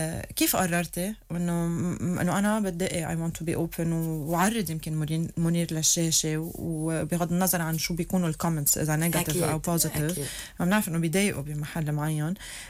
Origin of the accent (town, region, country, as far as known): Lebanon